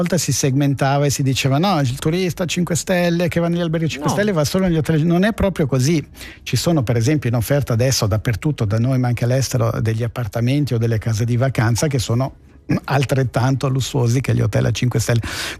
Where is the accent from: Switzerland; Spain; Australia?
Switzerland; Locarno, Ticino; sono di Locarno